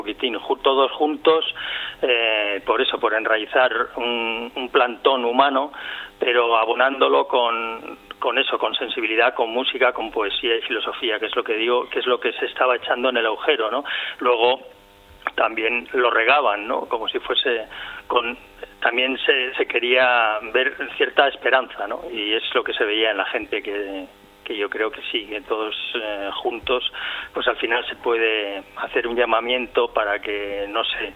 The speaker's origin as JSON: {"language": "Spanish", "town": "Reinosa", "region": "Cantabria", "country": "Spain", "said": "Yo soy de Reynosa."}